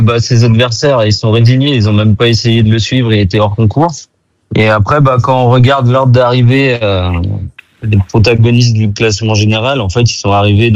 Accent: France; C'est sûr qu'en tant que Français, on voudrait que Paul monte sur la 3e marche du podium

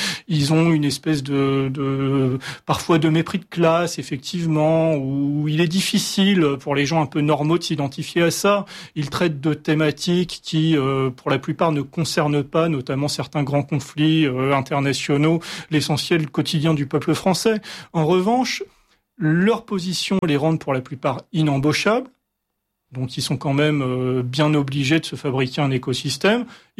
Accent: France

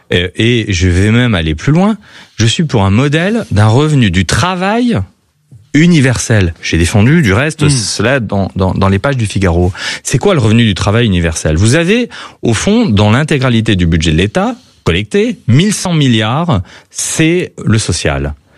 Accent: Grand Est, France; Moi, je suis alsacien

